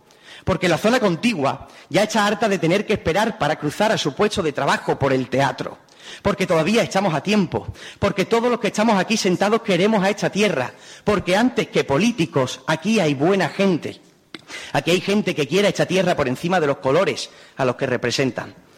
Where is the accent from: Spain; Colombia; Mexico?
Spain; La Línea de la Concepción, Andalusia